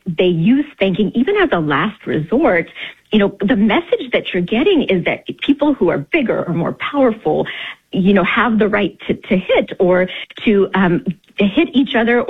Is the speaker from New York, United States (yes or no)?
no; Tennessee, United States; I remember growing up in Tennessee in my elementary school.